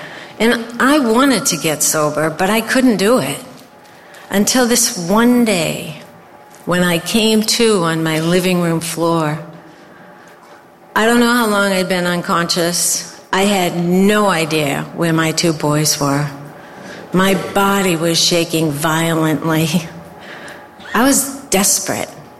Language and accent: English; Melrose, United States; And we grew up here in Melrose.